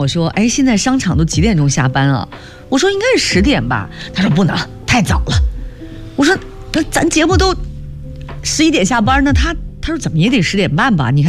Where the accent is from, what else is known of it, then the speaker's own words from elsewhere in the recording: Northeast China, China; now in Beijing, China; 在我们家乡东北的话